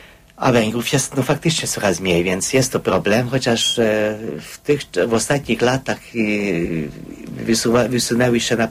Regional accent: Hungary; Polish is a second language; Kiedy jechałem pociągiem z Warszawy do Moskwy, Rosjanka zapytała, gdzie mieszkam. Powiedziałem, że no, pochodzę z Węgier.

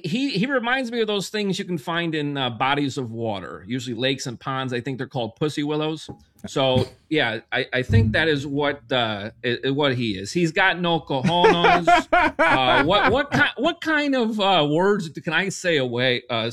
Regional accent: Toledo, Ohio, United States; Born and raised in Toledo, Ohio.

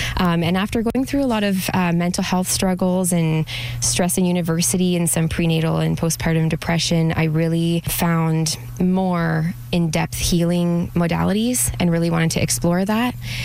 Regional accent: Ontario, Canada; now in New Brunswick, Canada; We're francophone aussi, and we're Indigenous from Ontario.

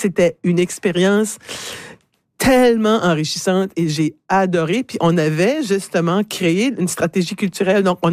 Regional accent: Moncton, New Brunswick, Canada; also born or lived in Dieppe, New Brunswick; je suis revenue à chez moi à Moncton. Je vivais à Dieppe à ce moment-là, donc je suis revenue à Dieppe en juillet 2001 en fait.

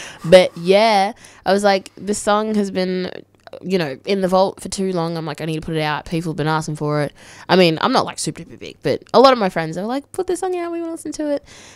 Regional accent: Shepparton, Victoria, Australia; moved away as an adult; also born or lived in Malawi; now in Melbourne, Australia; full-blooded. My mum and dad are both from the Mushi tribe. But, yeah, I pretty much had been in Shepparton, like, my whole life since I was a baby.

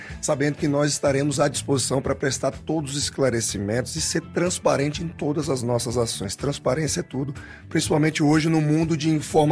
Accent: Salvador, Bahia, Brazil; now in Brasília, Brazil; eu mesmo vim de outro estado, de outra cidade de onde eu fui criado, de Salvador, Bahia.

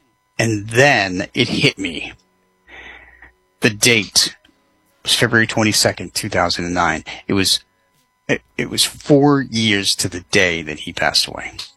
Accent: New England, United States; I grew up in New England, and I was inspired by the blizzard of 1978, which was a blizzard that crippled the East Coast.

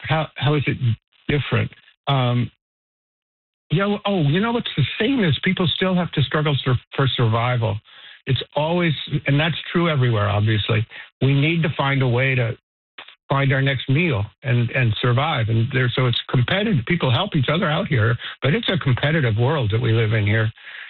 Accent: Grand Manan, New Brunswick, Canada; also born or lived in Manhattan, United States; But I grew up on Grand Manan and in Manhattan.

